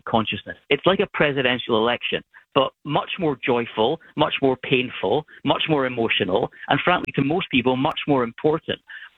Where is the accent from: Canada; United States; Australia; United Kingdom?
United Kingdom; Scotland; now in England; I'm Scottish and I live in England